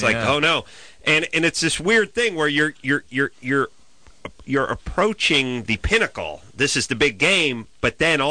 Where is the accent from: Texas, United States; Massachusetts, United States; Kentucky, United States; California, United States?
California, United States; Los Angeles; I grew up in L.A. I always liked the Rams coming from L.A.